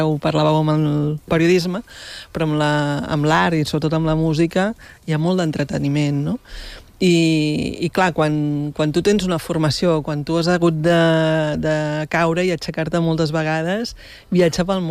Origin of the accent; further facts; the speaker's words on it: Barcelona, Catalonia, Spain; now in Empordà, Spain; jo soc de Barcelona, visc a l'Empordà, des de que soc director del festival